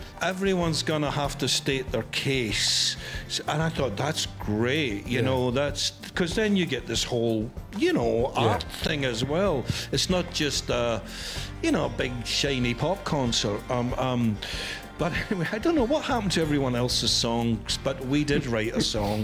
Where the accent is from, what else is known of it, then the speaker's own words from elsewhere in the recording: Glasgow, Scotland, United Kingdom; growing up in Glasgow.